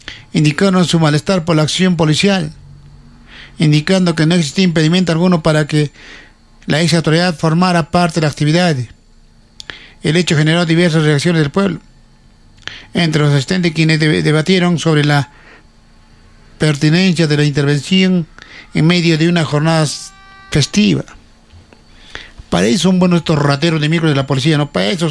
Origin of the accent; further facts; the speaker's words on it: Cerro Colorado, Arequipa, Peru; born there; mi distrito donde yo nací, Cerro Colorado.